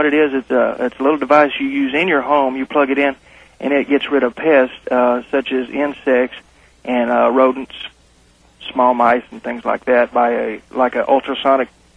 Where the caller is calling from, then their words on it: Fort Smith, Arkansas, United States; I'm calling from Fort Smith, Arkansas.